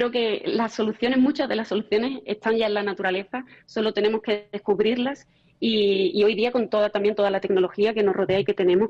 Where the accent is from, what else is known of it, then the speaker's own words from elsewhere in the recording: Grazalema, Andalusia, Spain; Al final vengo de Grazalema, ¿no?, y estamos en un entorno privilegiado, rodeado de naturaleza.